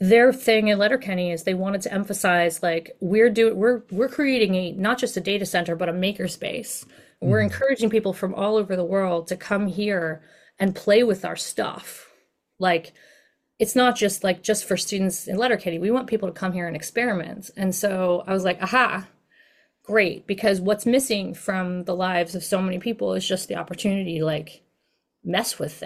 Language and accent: English; Philadelphia, Pennsylvania, United States; now in San Francisco Bay Area, United States; I grew up in Philadelphia